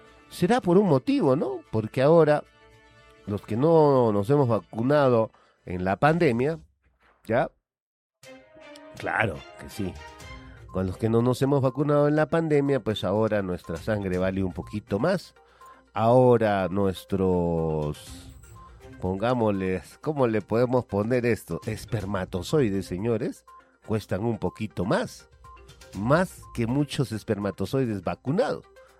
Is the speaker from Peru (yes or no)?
yes; Peru